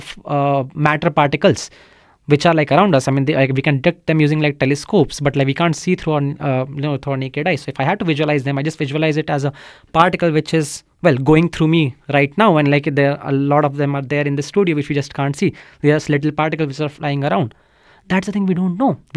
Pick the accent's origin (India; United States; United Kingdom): India; Well, my path to astronomy was a bit unconventional, because I grew up in India.